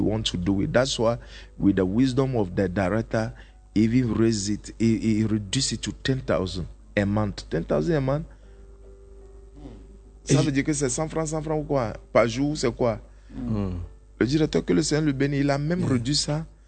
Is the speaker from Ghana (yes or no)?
yes; Ghana; Je suis venu du Ghana avec mes enfants.